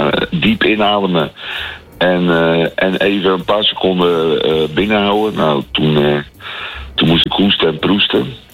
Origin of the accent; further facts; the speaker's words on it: Schiedam, South Holland, Netherlands; ik ben geboren in Schiedam.